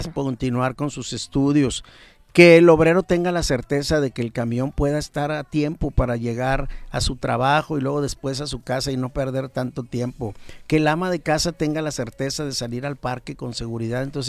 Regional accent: Nuevo León, Mexico; Nuevo León es especial, en el norte somos especiales.

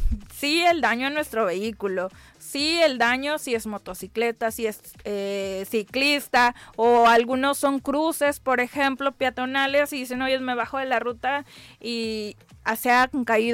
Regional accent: Villa de Álvarez, Colima, Mexico; ahí en nuestro municipio de Villa de Álvarez.

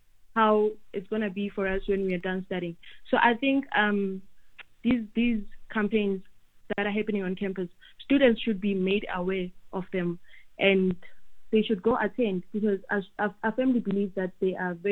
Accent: Klerksdorp, North West, South Africa; Well, I come from a very small town, Klerksdorp. I come from Kanana, as in Klerksdorp in Northwest. So we don't have a lot of exposure to career fairs and all those things. It's just a small town from Ekasi.

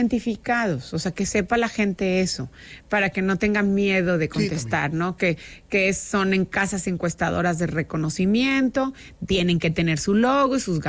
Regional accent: Nuevo León, Mexico; yo soy de la generación, y yo creo que tú también, aunque lo niegues, que vivimos libertad en Nuevo León.

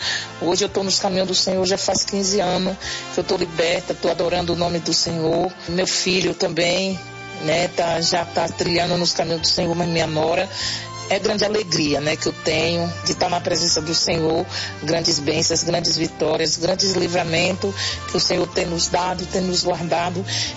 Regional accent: Araguari, Minas Gerais, Brazil; sou de Araguari, Minas Gerais.

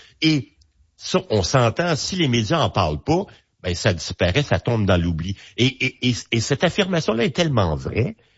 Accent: Quebec, Canada; c'est la maladie ou le problème de santé le plus médiatisé chez nous au Québec

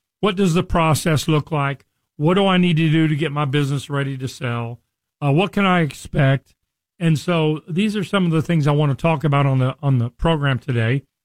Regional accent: Richardson, Texas, United States; we're based in Plano, a suburb of Dallas, you know, I grew up here in North Texas. I grew up in Richardson.

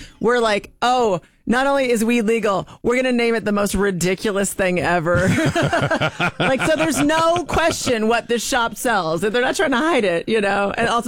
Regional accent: Kansas City, Missouri, United States; They're doing some games in my hometown of Kansas City.

